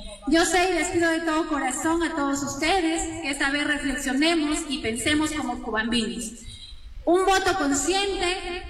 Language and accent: Spanish; Urubamba, Cusco, Peru; como ciudadana cajarurina, como cubambina, y con ese amor que siento por mi tierra, por mi pueblo que me ha visto nacer y crecer y desarrollarme en muchos sentidos, como profesional, como comerciante y en todo mi ámbito